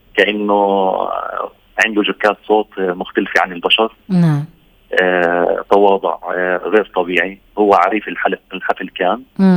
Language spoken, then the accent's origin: Arabic; Tulkarm, Tulkarm Governorate, Palestine; فخور بمدينتي